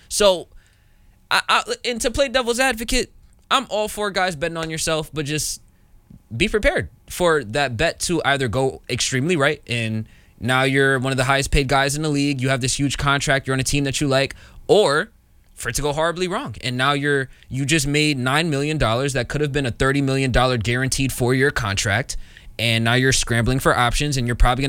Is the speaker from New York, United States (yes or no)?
yes; New York, United States; New York is my hometown